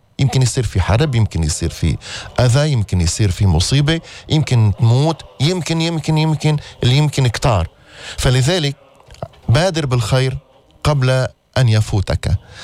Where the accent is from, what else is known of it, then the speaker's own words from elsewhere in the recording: Lebanon; بلدنا لبنان، لبنان الغالي